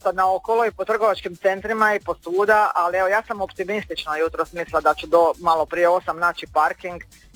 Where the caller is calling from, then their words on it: Pula, Istria County, Croatia; Ja sam iz Pule.